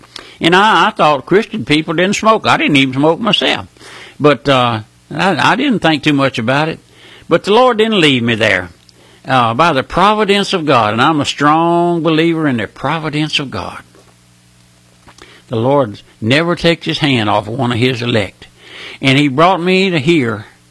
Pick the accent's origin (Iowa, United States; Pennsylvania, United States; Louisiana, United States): Louisiana, United States; Well, I'm just an old country boy. I was born and raised here in South Louisiana. My dad was a farmer, raised on a strawberry farm